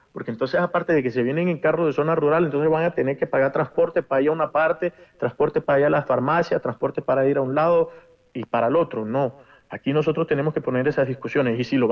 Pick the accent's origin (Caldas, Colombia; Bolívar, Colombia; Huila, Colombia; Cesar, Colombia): Cesar, Colombia; San Juan del Cesar; San Juan, mi pueblo